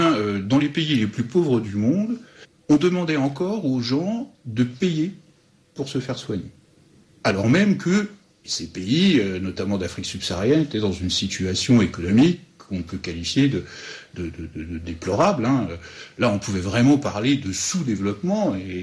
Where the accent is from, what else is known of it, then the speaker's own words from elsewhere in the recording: Dijon, Bourgogne-Franche-Comté, France; Je suis bourguignon, je suis né à Dijon, j'ai fait toutes mes études à Dijon